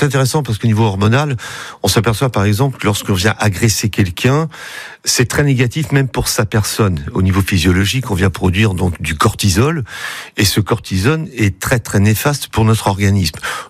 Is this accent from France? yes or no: yes; Châtellerault, Nouvelle-Aquitaine, France; je suis de Châtellerault, je pars à 8h pour être ici, effectivement, à 9h.